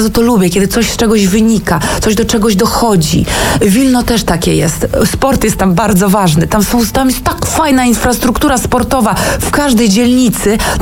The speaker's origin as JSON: {"language": "Polish", "town": "Vilnius", "region": "Vilnius County", "country": "Lithuania", "tie": "born or raised there", "moved": "as an adult", "lives_now": "Warsaw, Poland", "said": "Ja wychowałam się w bardzo multikulti środowisku"}